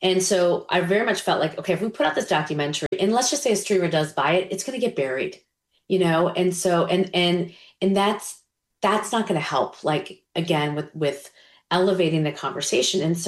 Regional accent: New York, United States; I'm a New Yorker.

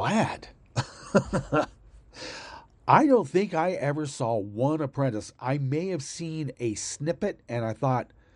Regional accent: United States; I'm an American.

